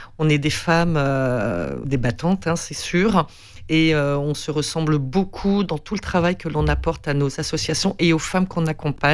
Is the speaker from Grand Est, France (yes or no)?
no; Paris, Île-de-France, France; now in Montpellier, France; je suis parisienne